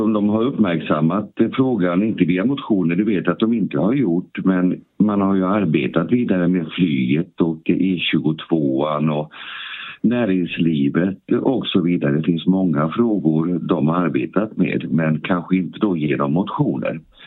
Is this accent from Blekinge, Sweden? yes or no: yes; Blekinge, Sweden